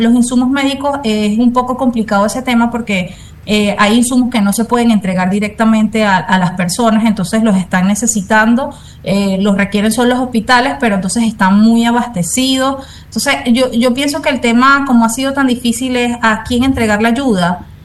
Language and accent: Spanish; Venezuela; Entonces sí, ciertamente nosotros como venezolanos entre todos nos ayudamos.